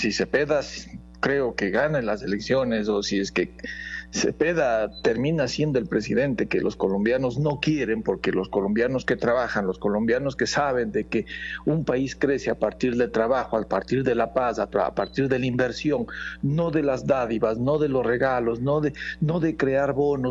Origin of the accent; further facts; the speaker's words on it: Ecuador; somos los ecuatorianos.